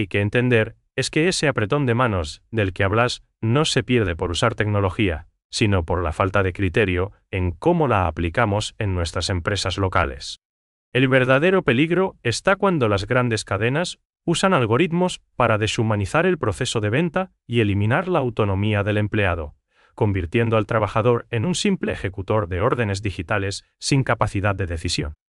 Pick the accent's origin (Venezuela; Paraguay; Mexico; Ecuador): Paraguay; ese trato cercano que nos define como paraguayos.